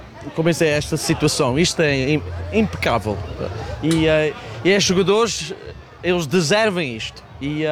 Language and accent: Portuguese; South Africa; now in Boca Raton, United States; Eu cresci na África do Sul, eram parte da comunidade portuguesa, clubes sociais portugueses. Agora vivo cá.